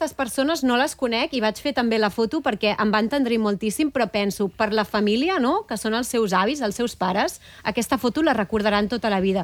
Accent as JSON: {"language": "Catalan", "town": "Badalona", "region": "Catalonia", "country": "Spain", "said": "Jo sóc de Badalona."}